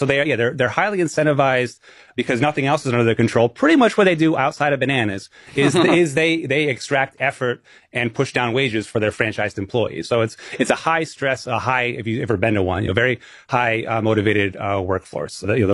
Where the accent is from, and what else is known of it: New England, United States